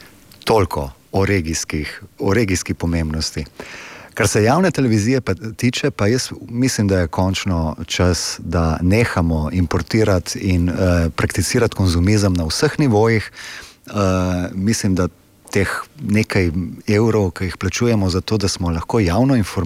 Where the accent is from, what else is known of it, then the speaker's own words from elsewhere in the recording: Trieste, Friuli-Venezia Giulia, Italy; moved away; Jaz sem odraščal v zamejstvu, tako zvanem, rojen sem v Trstu.